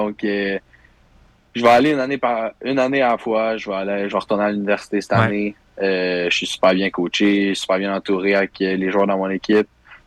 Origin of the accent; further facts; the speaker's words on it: Deux-Montagnes, Quebec, Canada; Ouais, un petit gars de Deux-Montagnes.